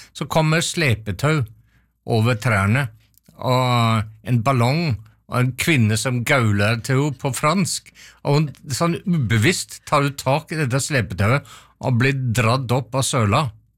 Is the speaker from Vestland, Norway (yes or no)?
no; Seljord, Telemark, Norway; Jeg kommer fra en liten plass i Seljord, og jeg kommer litterært fra Frankrike, og også England og andre steder